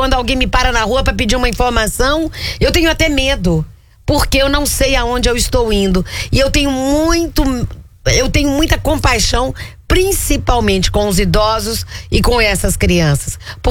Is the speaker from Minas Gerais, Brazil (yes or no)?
yes; Belo Horizonte, Minas Gerais, Brazil; em Belo Horizonte, minha terra.